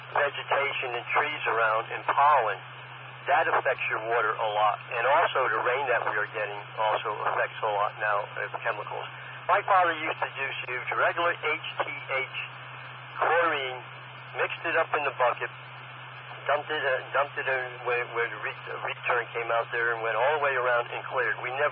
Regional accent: Norwalk, United States; when I grew up in Norwalk, we had a pool.

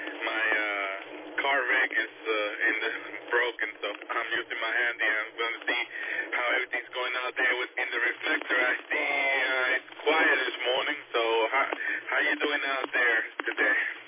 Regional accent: New Jersey, United States; also born or lived in Georgia; now in Florida, United States; I'm usually up from the north, I'm from Jersey, and things are not, you know, you get the storms, but not as bad.

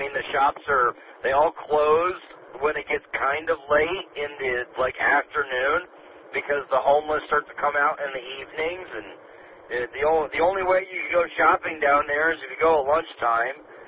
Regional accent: Pueblo, Colorado, United States; I'm from here. I'm born and raised in Pueblo, Colorado native. I lived in Virginia for a few summers at a time when I was in high school and college as a type of an internship. But other than that, I'm born and raised here in Pueblo.

